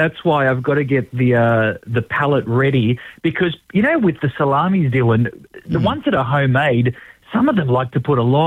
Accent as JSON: {"language": "English", "town": "Melbourne", "region": "Victoria", "country": "Australia", "said": "I'm from Melbourne myself"}